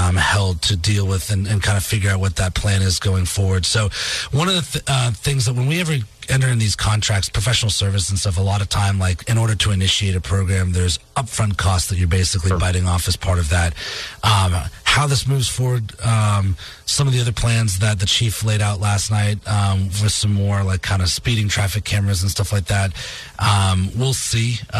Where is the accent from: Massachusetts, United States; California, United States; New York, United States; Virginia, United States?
Massachusetts, United States; moved away as an adult; now in Montgomery, Alabama, United States; So I grew up in Northeast Massachusetts and grew up going to Maine